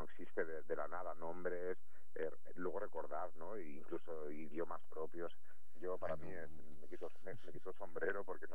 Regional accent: Barcelona, Catalonia, Spain; born there; now in Sabadell, Spain; Soy nacido de Barcelona

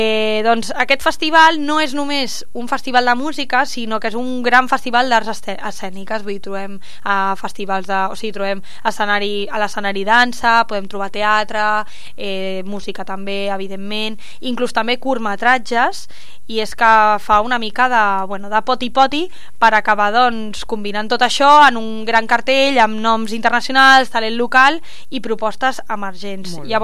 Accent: Catalonia, Spain; com a bona catalana que sóc

